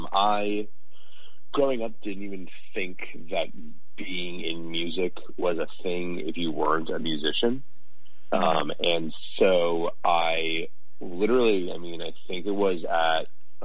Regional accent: Arlington, Virginia, United States; and I'm from Arlington, Virginia.

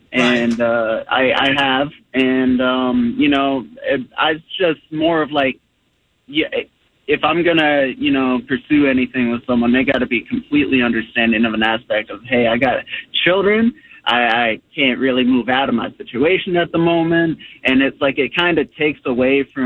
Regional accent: Annapolis, Maryland, United States; I'm from Annapolis.

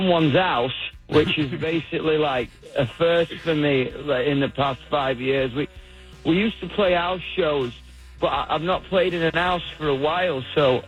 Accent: England, United Kingdom; I'm English, aren't I?

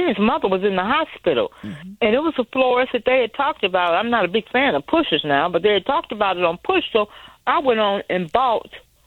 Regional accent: Robbins, Illinois, United States; I grew up in the Robbins area.

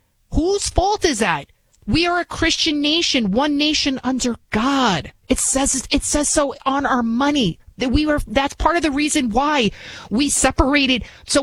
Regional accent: Bronx, New York, United States; Where I'm from in the Bronx, right? You could probably tell I'm from the Bronx originally. That neighborhood used to be all Irish, all Catholic. Then it became a little bit Puerto Rican. Now it's all Muslim.

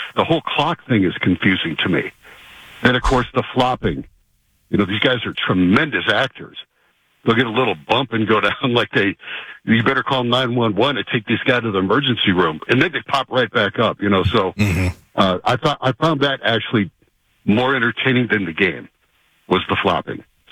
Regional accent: Midwest, United States; moved away; They just didn't have lacrosse where I grew up in the Midwest

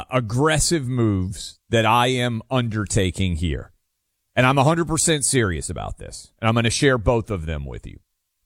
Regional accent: Nashville, Tennessee, United States; born or raised there

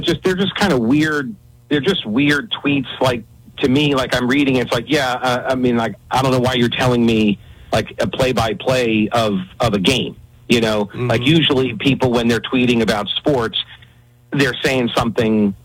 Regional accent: New York, United States; moved away; I grew up a Dallas Cowboys fan, which is weird because I was from New York.

